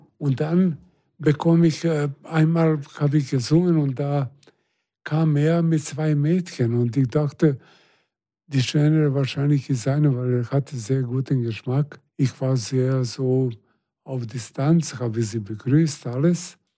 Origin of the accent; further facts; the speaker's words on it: Belgrade, Serbia; moved away as an adult; now in Germany; Wir sind beide aus Belgrad.